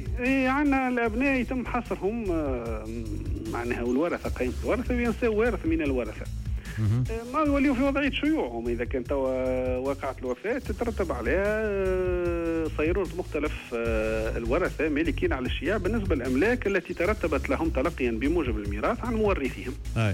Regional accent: Tunisia

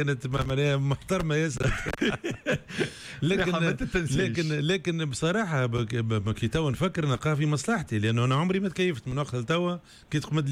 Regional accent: Tunis, Tunis Governorate, Tunisia; مولود في تونس وتربيت في تونس، ودخلت الموسيقى معناها في عمر أقل من 15 عام.

